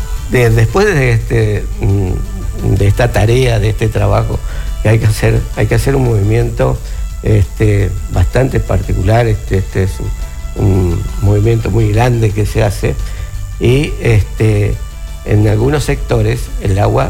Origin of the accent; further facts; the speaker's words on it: Villa Ángela, Chaco, Argentina; Yo vengo de Villa Ángel